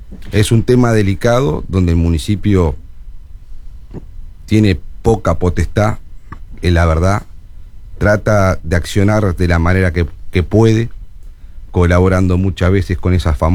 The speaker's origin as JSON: {"language": "Spanish", "region": "Maldonado", "country": "Uruguay", "tie": "born there", "said": "No nací en Maldonado"}